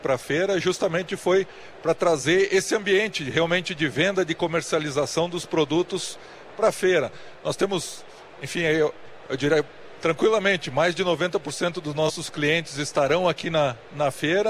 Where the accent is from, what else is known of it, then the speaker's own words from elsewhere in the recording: Caxias do Sul, Rio Grande do Sul, Brazil; Sou de Caxias do Sul, natural de Caxias do Sul, e sou do Juventude.